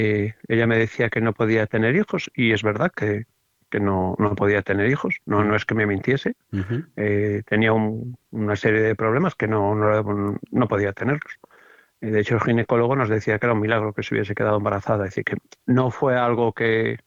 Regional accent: Lugo, Galicia, Spain; Soy de Lugo y vivo en Lugo. Voy a cumplir 50 años.

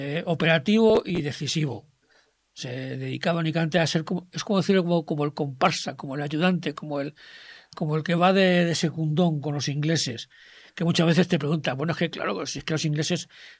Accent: Spain; para mí como español

